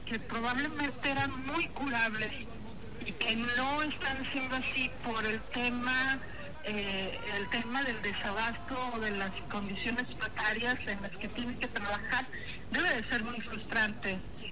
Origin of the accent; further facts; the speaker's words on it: Mexico; Y creo que como mexicanos, nuestro mayor problema, más allá de lo de salud, es que hemos estado eligiendo políticos que prefieren vivir de narrativas